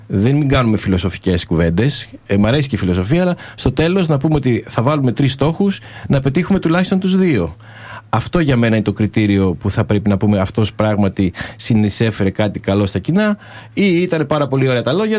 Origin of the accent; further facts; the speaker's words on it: Greece